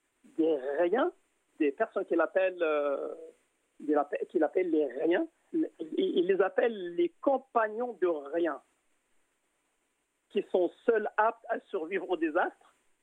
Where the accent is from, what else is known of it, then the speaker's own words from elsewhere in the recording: Drâa-Tafilalet, Morocco; chez nous dans le Tafilal